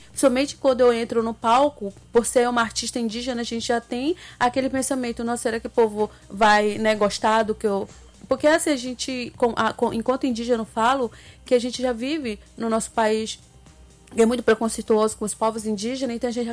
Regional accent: Brazil; first language Ticuna; a minha língua materna, que é a língua Ticuna. Então eu trago também representando todos os povos indígenas no Brasil

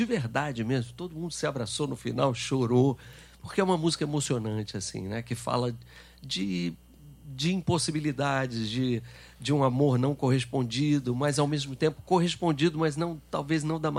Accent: Brasília, Federal District, Brazil; moved away; also born or lived in Rio de Janeiro; eu estava em Brasília, eu morei lá muitos anos, né? Cresci lá, sou carioca, mas pai transferido para lá, essa história assim.

